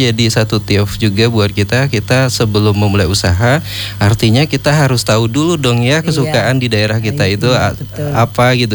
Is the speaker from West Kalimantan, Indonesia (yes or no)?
yes; Sintang, West Kalimantan, Indonesia; Kata kita orang Sintang apa? Panas bedengkang gitu ya.